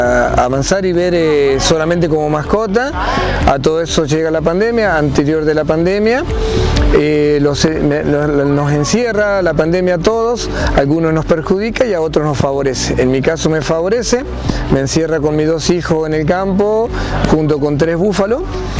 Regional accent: San Martín La Escoba, Argentina; San Martín, mi pueblo

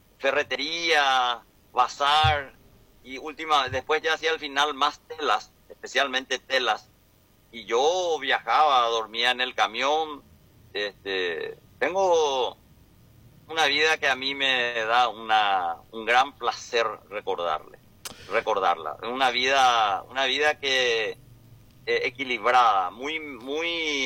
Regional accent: Asunción, Paraguay; No, yo soy asunceno. Yo nací en Asunción.

